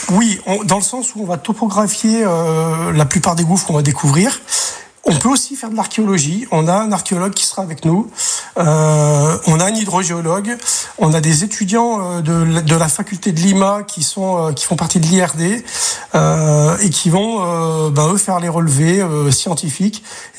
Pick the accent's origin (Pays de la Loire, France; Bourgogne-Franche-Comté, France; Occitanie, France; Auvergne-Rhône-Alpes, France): Auvergne-Rhône-Alpes, France; Saint-Étienne; moved away as an adult; now in Gard, France; je suis stéphanois d'origine.